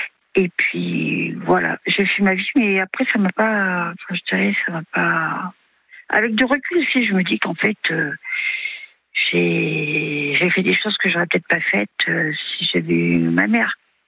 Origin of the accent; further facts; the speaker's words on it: Auvergne-Rhône-Alpes, France; Alors, j'ai 58 ans, et puis j'ai, à la base, nous sommes 4 filles. Je suis la 3e. J'ai grandi dans le Cantal.